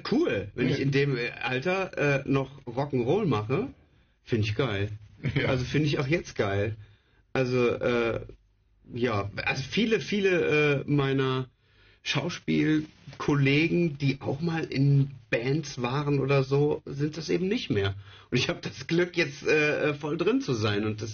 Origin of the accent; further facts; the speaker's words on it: Germany; wenn ich als Deutscher englische Texte schreibe